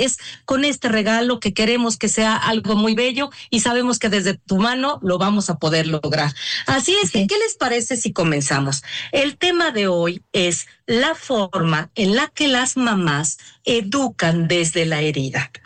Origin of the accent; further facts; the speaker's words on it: Mexico; para nosotras como mujeres y como mexicanas.